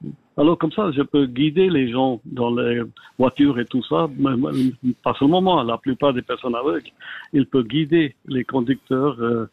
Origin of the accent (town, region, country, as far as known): Geneva, Switzerland; born or raised there